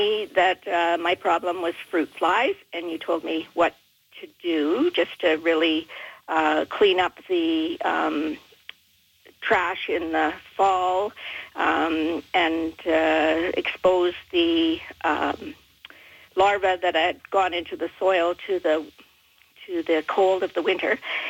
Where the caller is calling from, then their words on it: Erickson, Manitoba, Canada; I'm calling from Erickson.